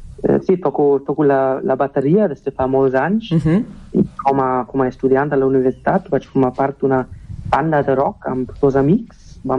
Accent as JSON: {"language": "Catalan", "town": "Erlangen", "region": "Bavaria", "country": "Germany", "tie": "born or raised there", "said": "Sí, vaig néixer i créixer a Erlangen, una ciutat al sud d'Alemanya, a la regió de Franconia. És molt a prop de Nuremberg, que és la ciutat més coneguda d'aquesta zona."}